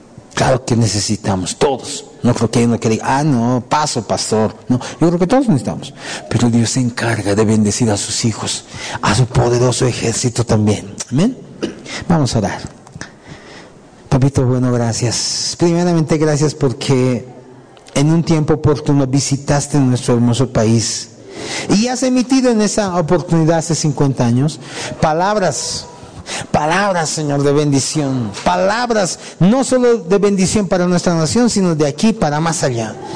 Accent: Bolivia; Nosotros también somos bolivianos.

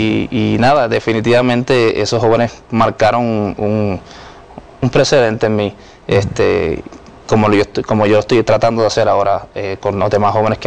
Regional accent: Puerto Rico; En obviamente la isla donde soy natal, de Puerto Rico.

